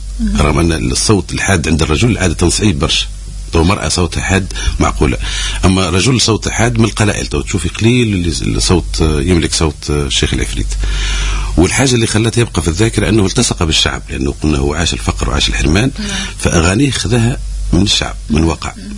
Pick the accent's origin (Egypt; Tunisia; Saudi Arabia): Tunisia; الأسلوب اللي موجود عندنا في جنوبنا الشرقي،